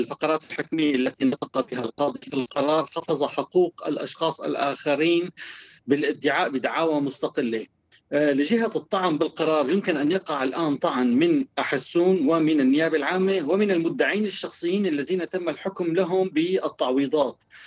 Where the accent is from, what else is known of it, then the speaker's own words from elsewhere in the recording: Syria; جميعنا كسوريين